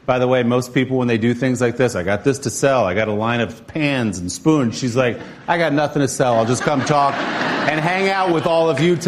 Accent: New Jersey, United States; I thought people would come from my hometown in New Jersey and maybe the Upper West Side.

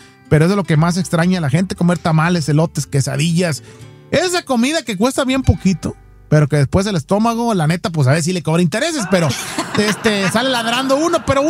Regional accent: Sinaloa, Mexico; now in United States; Allá, por ejemplo, donde soy de Sinaloa, el clima es húmedo, machín, sudas, pero como puerco, diría el otro.

